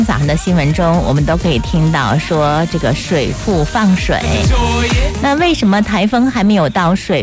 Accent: Ningbo, Zhejiang, China

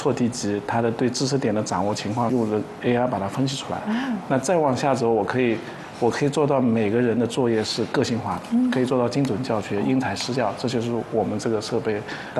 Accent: Zhejiang, China; 这有可能跟我的家庭或者我们家乡的氛围有关。我们浙江很多都喜欢创业，所以在大学的时候我就想过要自己创业。

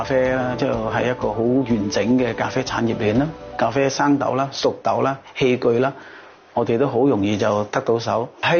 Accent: Taishan, Guangdong, China; 嗰時識到啲朋友咧，佢哋問我喺邊度，我就話喺台山嘅，即係我台山人。

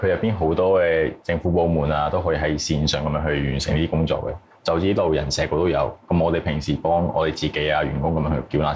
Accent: Macau; 你知我哋嚟自澳门啊嘛。

